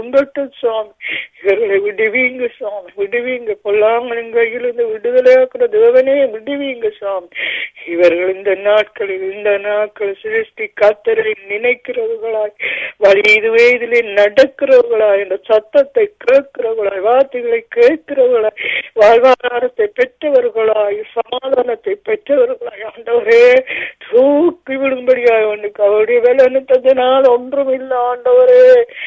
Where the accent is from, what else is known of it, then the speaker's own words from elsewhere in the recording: Sri Lanka; எங்களுடைய இலங்கை தேசத்துக்காக வேண்டி நாங்கள் பிறந்து வளர்ந்த தேசம்